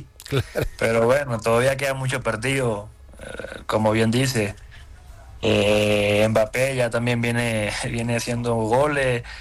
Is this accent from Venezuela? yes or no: yes; Venezuela; now in Bolivia; yo soy venezolano, yo viví cosas difíciles también en mi país